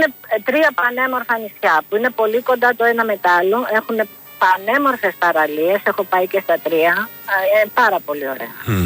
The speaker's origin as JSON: {"language": "Greek", "country": "Greece", "moved": "yes", "lives_now": "Australia"}